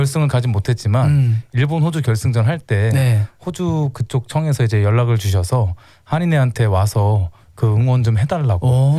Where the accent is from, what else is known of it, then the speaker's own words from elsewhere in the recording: South Korea; I'm from Korea 그러면 노스 사우스 그렇죠. 물어봤었어요.